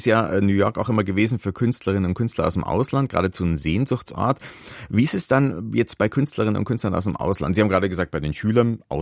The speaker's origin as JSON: {"language": "German", "country": "Germany", "said": "da bin ich eben Deutscher"}